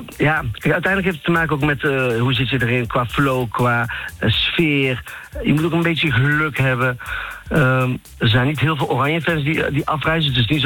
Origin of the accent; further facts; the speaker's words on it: Curaçao; Ik kom uit Curaçao en dat mag. En ik doe mee.